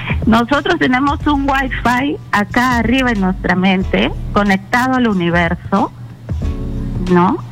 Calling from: Lima, Peru; Te llamo de Miraflores.

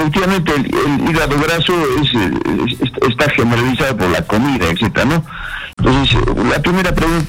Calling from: Cusco, Peru; desde el Cusco.

